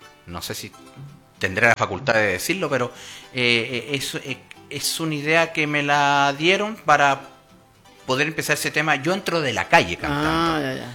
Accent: Vallenar, Atacama, Chile; also born or lived in Taltal; now in Coquimbo, Chile; yo soy nacido en Taltal. Ajá. Uh-huh. Criado en Vallenar y me fui a Coquimbo

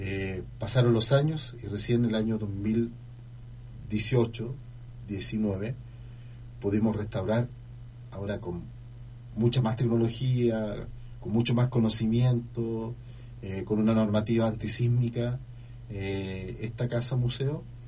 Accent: Talca, Maule, Chile; also born or lived in Ñuñoa, Santiago, Chile; yo nací efectivamente en Santiago, en Ñuñoa, pero desde los 3 años en adelante he vivido en Talca. He estudiado en Talca y me he formado en Talca.

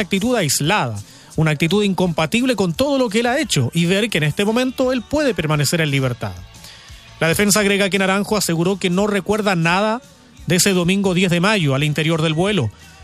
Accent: Chile; El pasado fin de semana nos abochornábamos como chilenos, ¿no?

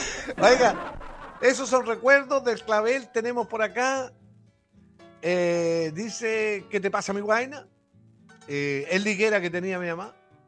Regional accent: San Clemente, Maule, Chile; born there; Venido también de parte de San Clemente, no tan solo de acá, de Talca, porque yo nací en el Fundo San Miguel Abajo. Nací yo en el Fundo San Miguel Abajo, ahí esa noche nací yo. Un 25 de noviembre de 1959

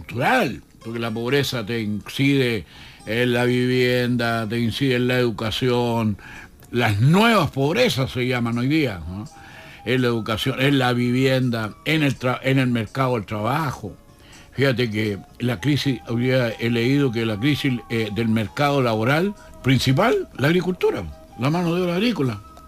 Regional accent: Chile

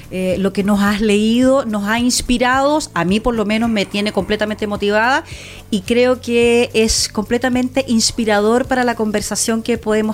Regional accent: Santiago, Santiago Metropolitan Region, Chile; moved away as an adult; now in Santa Cruz, Chile; nací en Santiago de Chile, viví siempre en un barrio bastante acomodado, pero no soy de una familia adinerada, pero sí tuve la suerte de vivir en un barrio adinerado

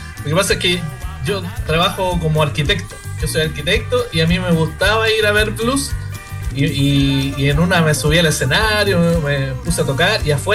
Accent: Melipilla, Santiago Metropolitan Region, Chile; La verdad es que yo soy de Melipilla.

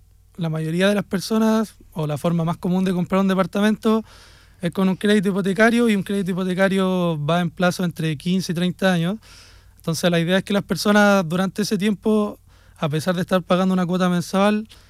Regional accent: Quillota, Valparaíso, Chile; also born or lived in Viña del Mar; nacido y criado en Quillota. Personalmente yo tengo 25 años y he pasado gran parte de mi vida acá en la zona.

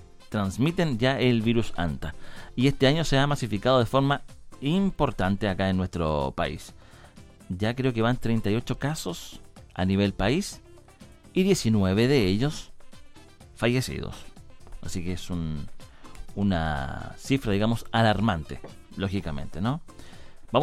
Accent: Chile

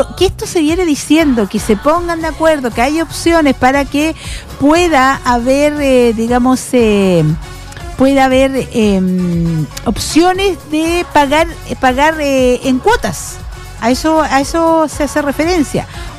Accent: Chile

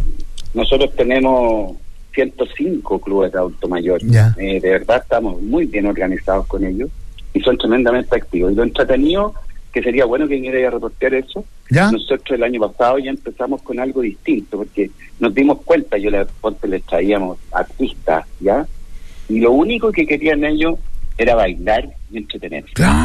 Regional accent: Los Andes, Valparaíso, Chile; no, soy andino

